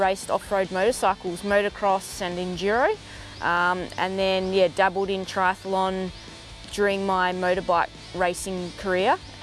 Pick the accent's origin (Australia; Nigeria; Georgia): Australia; Rowlands, Western Australia; I'm from Rowlands, Western Australia and I'm a professional triathlete.